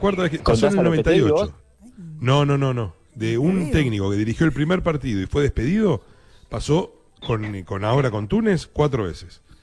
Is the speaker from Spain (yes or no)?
no; Argentina